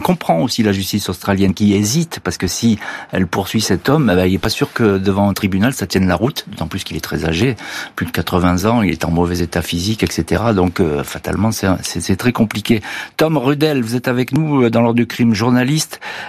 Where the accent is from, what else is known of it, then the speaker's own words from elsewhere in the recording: France; chez nous, en France